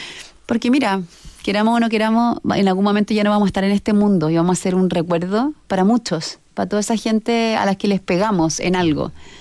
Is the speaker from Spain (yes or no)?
no; Chile; nosotros como chilenos miramos esta historia con cariño